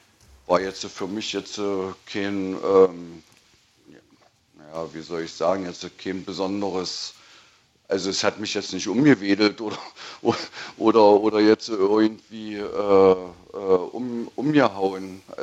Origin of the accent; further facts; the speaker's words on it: East Germany, Germany; also ich bin in der DDR groß geworden